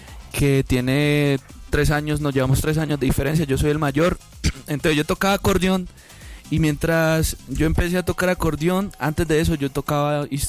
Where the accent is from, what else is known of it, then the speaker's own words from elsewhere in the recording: Garzón, Huila, Colombia; soy de Garzón Huila.